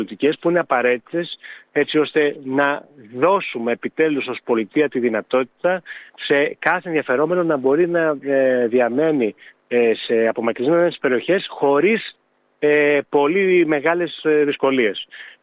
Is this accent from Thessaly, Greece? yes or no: yes; Argithea, Thessaly, Greece; born there; moved away; also born or lived in Athens; ακόμα και εγώ ίδιος άφησα την Αθήνα προκειμένου να έρθω στην γενέθλια έτσι, γη, στην ιδιαίτερη πατρίδα, στην Αργυθέα